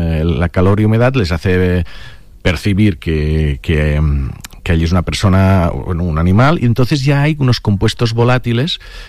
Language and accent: Spanish; Catalonia, Spain